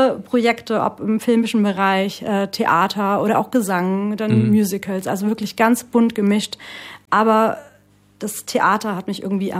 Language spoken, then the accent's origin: German; Kelkheim, Hesse, Germany; born there; also born or lived in Frankfurt; Ich war damals in Kelkheim auf einer Schule.